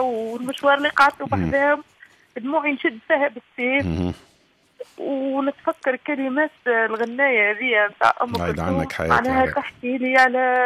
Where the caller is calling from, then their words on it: Tunisia; من القلعة